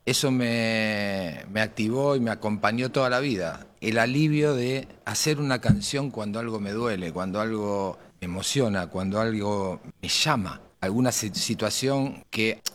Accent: Avellaneda, Buenos Aires Province, Argentina; Nací en Avellaneda, en un barrio. Yo nací en un pueblito, en Avellaneda, que justamente le decía el pueblito, que es un pedacito de Piñeiro, o Entre Vías, donde éramos aproximadamente unos 1000 habitantes, metidos y encerrados en lo que era Avellaneda, ¿no? En ese marco me crié, en ese marco hice la primaria

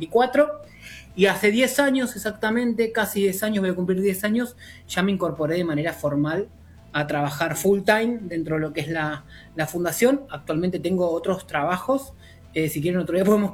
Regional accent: Morón, Buenos Aires Province, Argentina; yo soy del conurbano, soy de Morón

